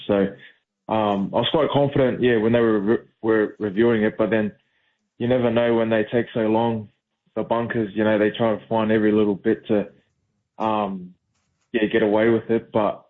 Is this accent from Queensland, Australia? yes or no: yes; Brisbane, Queensland, Australia; also born or lived in Logan; now in Gold Coast, Australia; Oh, I grew up in Brisbane pretty much my whole life. And then the start of my career at the Titans, I still stayed up in Logan. And it's only been the last 5 years I've moved down to the Gold Coast